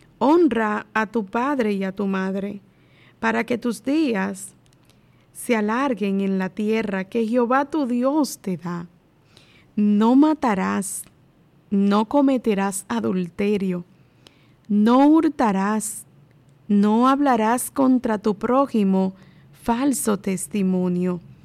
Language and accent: Spanish; Dominican Republic